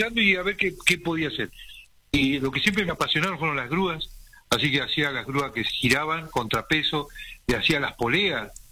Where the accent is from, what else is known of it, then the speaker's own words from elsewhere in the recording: Neuquén, Argentina; also born or lived in El Maitén; Soy, como les conté, soy nacido en el Maltén, Chubut, provincia de Chubut. A ferroviario lo mandan trasladado acá a Neuquén.